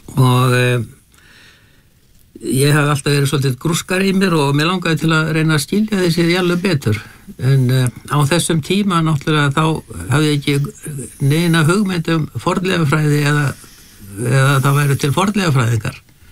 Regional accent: Akureyri, Northeastern Region, Iceland; Ég náttúrulega fæddur á Akureyri 1948 og stúdent frá MA 1979. En á menntaskóla árunni þá vann ég hjá símanum á Akureyri.

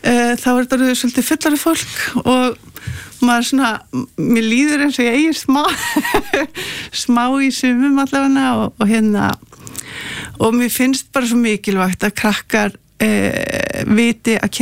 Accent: Reykjavík, Capital Region, Iceland; Ég er alinn upp í Reykjavík

